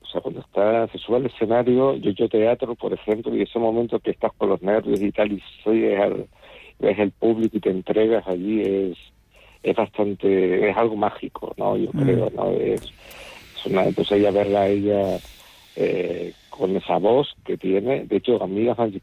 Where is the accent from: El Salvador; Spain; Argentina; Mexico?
Spain; Tenerife, Canary Islands